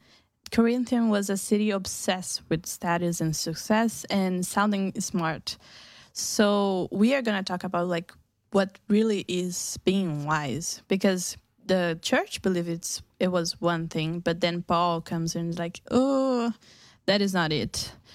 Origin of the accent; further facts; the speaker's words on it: Brazil; moved away; Mm-hmm. I'm from Brazil